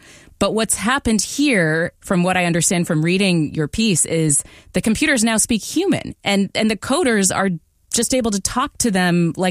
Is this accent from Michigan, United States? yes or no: no; Redmond, Washington, United States; I grew up in Redmond, Washington, and in the shadow of Microsoft, literally, like right next to Microsoft.